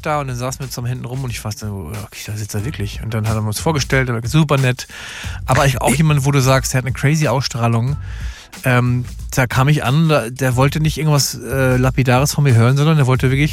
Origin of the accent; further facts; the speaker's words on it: Ratekau, Schleswig-Holstein, Germany; born there; accent: northern German; also born or lived in Berlin; bin in Berlin groß geworden die ersten Jahre und durch verschiedene Pflegefamilien durch. Und irgendwann hat mich eine Familie aus dem Norden geholt, Lübeck, genau zu sein, Rathekau, ein kleines Dörfchen, Nähe Timmendorfer Strand.